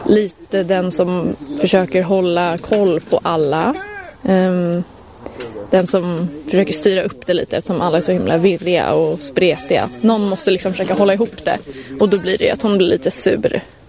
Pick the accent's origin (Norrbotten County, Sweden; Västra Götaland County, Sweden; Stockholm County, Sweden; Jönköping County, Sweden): Stockholm County, Sweden; Bandhagen; Bandhagen